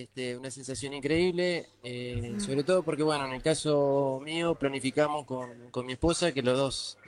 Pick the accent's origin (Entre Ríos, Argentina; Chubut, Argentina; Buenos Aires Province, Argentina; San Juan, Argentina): Buenos Aires Province, Argentina; Bahía Blanca; De Bahía Blanca, sí.